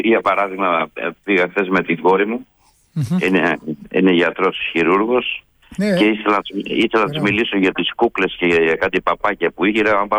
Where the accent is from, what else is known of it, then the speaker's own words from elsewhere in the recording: Markiniada, Epirus, Greece; born there; moved away; Γεννήθηκα στη Μαρκινιάδα Άρτας, είναι ένα κοριό πάνω από το Πέτα.